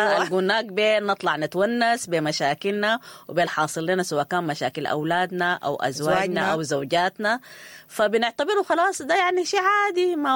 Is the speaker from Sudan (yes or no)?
yes; Sudan; احنا اعتدنا عليه يا ناس كسودانيين